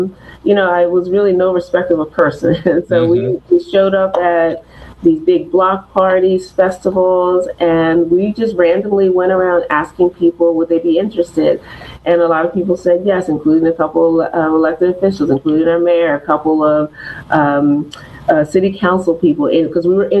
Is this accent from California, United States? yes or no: no; Philadelphia, Pennsylvania, United States; I love that, you know, Philadelphia is made up of a bunch of neighborhoods.